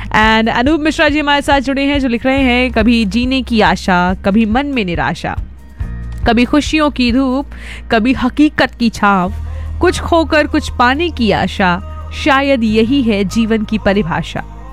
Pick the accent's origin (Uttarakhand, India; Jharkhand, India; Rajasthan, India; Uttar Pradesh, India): Uttar Pradesh, India; Bareilly; now in Gonda, India; हम तो हैं भैया बरेली की बर्फी वाले।